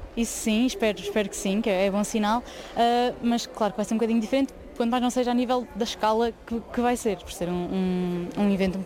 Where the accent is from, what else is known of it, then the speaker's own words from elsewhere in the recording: Aveiro, Portugal; sou de Aveiro e tenho 21 anos.